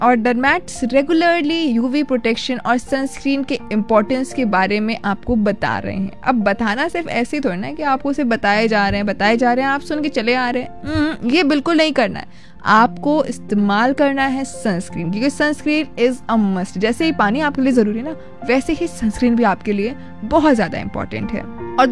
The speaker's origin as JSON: {"language": "Hindi", "region": "Uttar Pradesh", "country": "India", "said": "अब भाई देखिए, हम उत्तर प्रदेश से हैं, उत्तर प्रदेश की बहुत सारी खासियत है"}